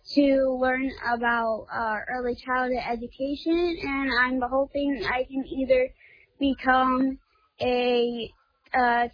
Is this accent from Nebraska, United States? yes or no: yes; Cairo, Nebraska, United States; I'm from Cairo, Nebraska, a little small town west of Grand Island, Nebraska.